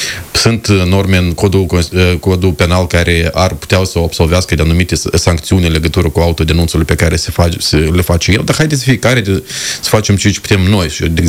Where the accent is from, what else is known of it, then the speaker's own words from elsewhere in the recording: Chișinău, Moldova; asta este banul pe care din impozitele mele ca și chișinăuian se duce la municipiul Chișinău.